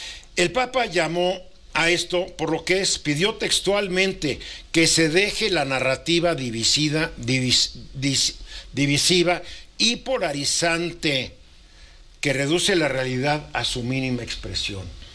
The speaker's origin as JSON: {"language": "Spanish", "region": "Mexico City", "country": "Mexico", "tie": "born there", "said": "yo nací en la Ciudad de México, hijo, nieto, bisnieto, tataranieto de chiapanecos. Pero no niego mi origen mexica."}